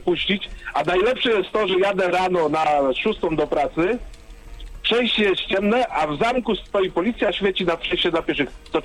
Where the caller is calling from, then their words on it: Serby, Lower Silesian Voivodeship, Poland; bo mieszkam w Serbach.